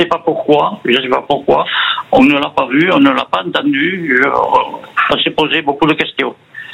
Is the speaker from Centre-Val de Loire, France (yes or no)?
no; Le Porge, Nouvelle-Aquitaine, France; born there; Je suis né au Porge.